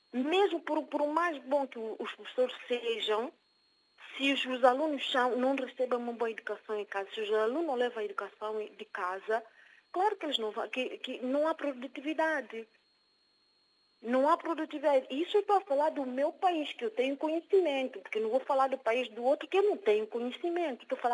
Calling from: São Tomé & Príncipe; Portuguese is a second language

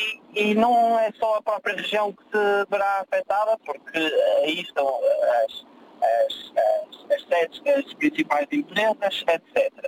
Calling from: Porto, Norte, Portugal

